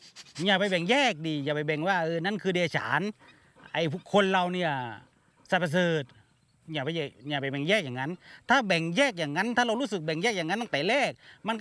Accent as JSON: {"language": "Thai", "town": "Ranot", "region": "Songkhla", "country": "Thailand", "tie": "born or raised there", "said": "ซึ่งที่นี่เป็นบ้านเกิดผม"}